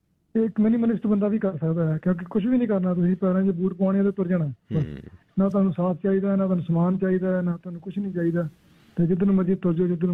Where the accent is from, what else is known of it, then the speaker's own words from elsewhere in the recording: Amritsar, Punjab, India; ਅਸੀਂ ਸਾਰੀ ਪੰਜਾਬ ਤੋਂ ਅੰਮ੍ਰਿਤਸਰ, ਸ੍ਰੀ ਅੰਮ੍ਰਿਤਸਰ ਸਾਹਿਬ ਤੋਂ ਬਿਲੋਂਗ ਕਰਦੇ ਹਾਂ। ਪਿੱਛੋਂ ਸਾਡਾ ਪਿੰਡ ਵੈਸੇ ਹੈਗਾ ਵਾ ਸੂਰੋ ਪੱਡਾ